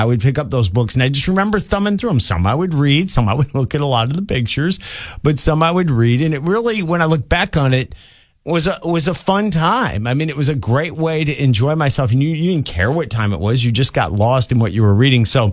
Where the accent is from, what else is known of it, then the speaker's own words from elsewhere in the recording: Michigan, United States; Now, you grew up in Chicago. I grew up in Michigan.